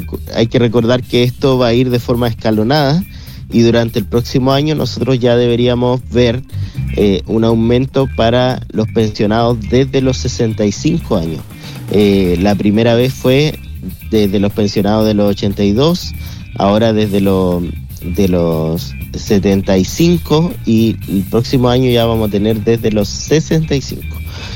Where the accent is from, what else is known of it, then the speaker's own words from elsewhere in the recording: Chile; nosotros como chilenos